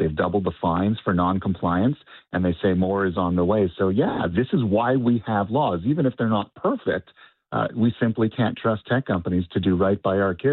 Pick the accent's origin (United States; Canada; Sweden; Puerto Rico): Canada; To be able to translate that into adulthood and kind of experience it as a Canadian, as a fan, it's wonderful.